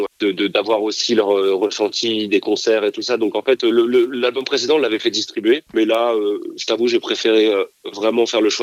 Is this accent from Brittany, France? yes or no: yes; Rennes, Brittany, France; parce que je suis rennais, moi, de base.